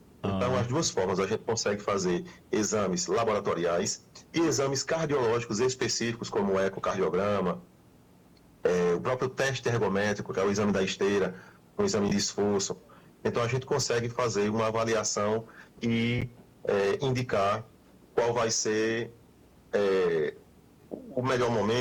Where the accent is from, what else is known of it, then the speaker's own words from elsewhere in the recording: Serra Talhada, Pernambuco, Brazil; Eu sou de Serra Talhada, sou da capital do Chachado. Então aqui o forró reina, né? Forró